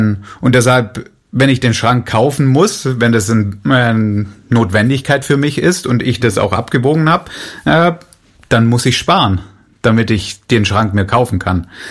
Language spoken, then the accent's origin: German; Swabia, Germany